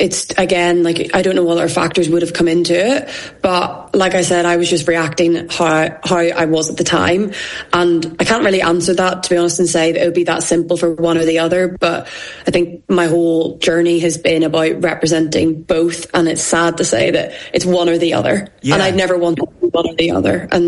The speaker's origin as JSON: {"language": "English", "country": "Ireland", "said": "And I think especially like as an Irish person, you can sit there and be like, wow."}